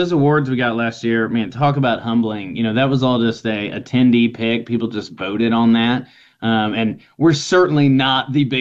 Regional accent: Vincennes, Indiana, United States; So I'm from Vincennes.

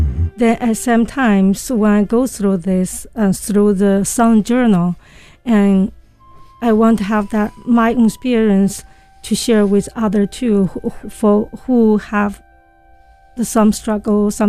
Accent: China; English is a second language; now in United States; I've been here over like a 2 decades. So as part of me already become like American. So even, I mean, another part of me is still like Chinese.

